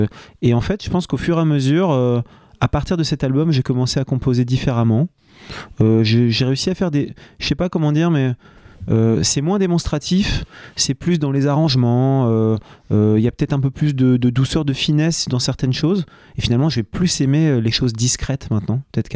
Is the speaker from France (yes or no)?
no; England, United Kingdom; French is a second language; moved away; Parce que tu vois, je venais d'Angleterre, j'étais rameur.